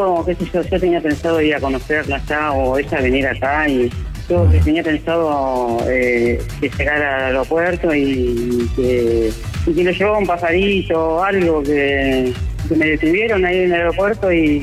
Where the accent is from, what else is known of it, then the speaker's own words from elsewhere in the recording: Lomas de Zamora, Buenos Aires Province, Argentina; Soy de acá, de Puente de la Noria, Argentina, Loma de Zamora.